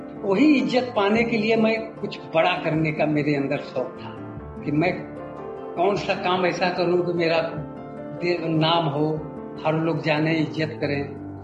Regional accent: Uttar Pradesh, India; born there

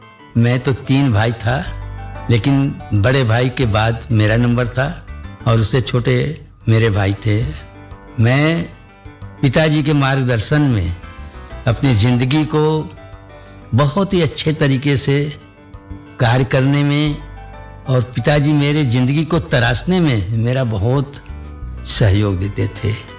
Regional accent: Shahganj, Uttar Pradesh, India; born there; also born or lived in Mehnagar Bazar, Azamgarh district, Uttar Pradesh; now in Ayodhya, India; मेरा जन्म जो है 29 अप्रैल 1959 को जौनपुर जिले के शाहगंज तहसील में हुआ, जहाँ मेरा ननिहाल था। वैसे मैं मूलतः आजमगढ़ जनपद के मेहनगर बाजार का रहने वाला था

